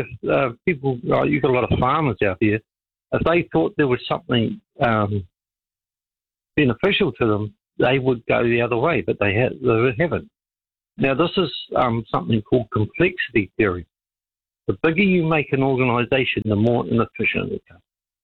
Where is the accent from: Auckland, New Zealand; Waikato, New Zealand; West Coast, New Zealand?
West Coast, New Zealand; Westland; Like, I've got family, or we come from Westland.